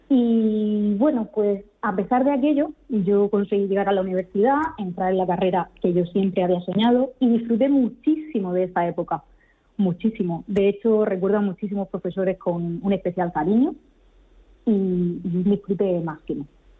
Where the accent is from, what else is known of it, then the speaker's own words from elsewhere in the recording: Campos del Río, Region of Murcia, Spain; Mira, pues nosotros somos de Campos del Río, un pequeño pueblo de la región de Murcia con mucho encanto.